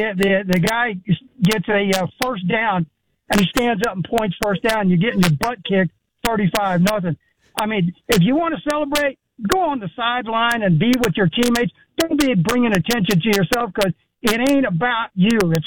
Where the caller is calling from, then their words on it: Florida, United States; I'll tell you what, I'm calling from Florida, and the storm will, you know, kind of miss us a little bit.